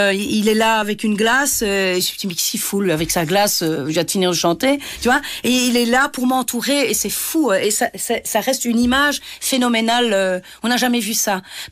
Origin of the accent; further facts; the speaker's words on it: Liège, Wallonia, Belgium; On vient de Liège, on est dans une petite ville, mes parents sont avec nous